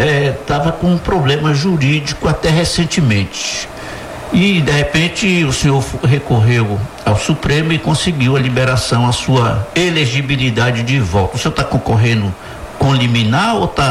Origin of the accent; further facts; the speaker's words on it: São Gabriel da Palha, Espírito Santo, Brazil; eu também vim num desse, mas eu vim do Águia Branca, lá de São Gabriel, da Palha, no Espírito Santo.